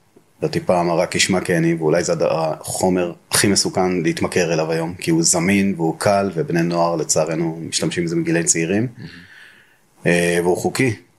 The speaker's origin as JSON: {"language": "Hebrew", "town": "Mazkeret Batya", "region": "Central District", "country": "Israel", "tie": "born or raised there", "said": "נולדתי במזכרת בתיה למשפחה ספרדית, ממוצעת, מסורתית."}